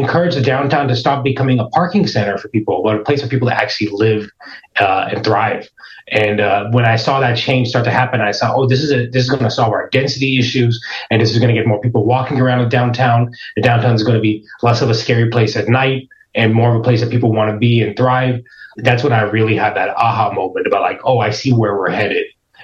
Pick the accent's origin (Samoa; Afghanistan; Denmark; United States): United States; California; Through growing up in Silicon Valley, I had a little, I learned how to code really early on in my life